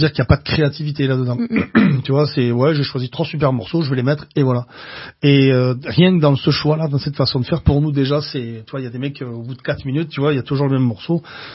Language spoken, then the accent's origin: French; Béziers, Occitanie, France; Je viens de Béziers, tu vois, je déteste les gens de Béziers, parce qu'ils me rappellent que je suis de Béziers.